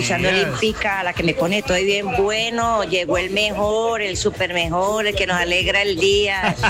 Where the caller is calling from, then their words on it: Galicia, Spain; Aquí desde Galicia.